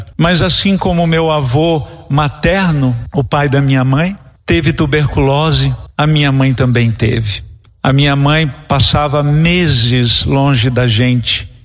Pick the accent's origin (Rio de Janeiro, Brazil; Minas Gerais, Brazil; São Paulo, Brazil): São Paulo, Brazil; Registro; depois sendo tratorista na prefeitura lá de Registro, Baixada Santista, onde eu nasci. Uma família muito humilde.